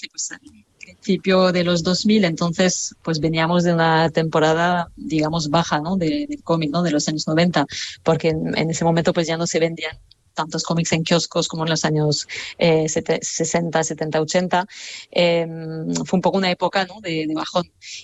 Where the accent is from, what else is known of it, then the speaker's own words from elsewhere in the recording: Bilbao, Basque Country, Spain; ¿cómo se ve que soy de Bilbao y tal?